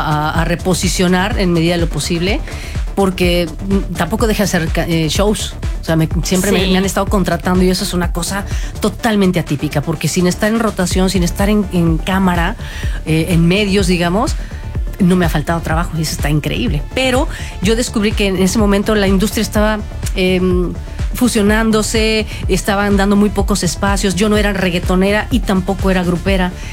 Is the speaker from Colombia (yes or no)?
no; Pachuca, Hidalgo, Mexico; En Tulancingo, yo soy de Pachuca, soy hidalguense.